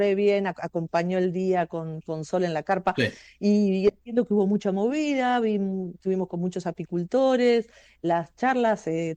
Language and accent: Spanish; Argentina